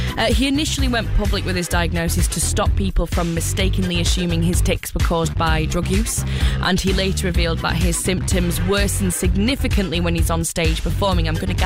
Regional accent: Scotland, United Kingdom; I'm Scottish. Most of you guys are English.

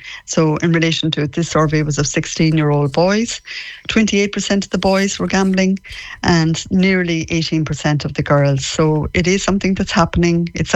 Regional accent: Connacht, Ireland; it's a real pleasure to be on with you this morning because I'm a Mayo woman myself.

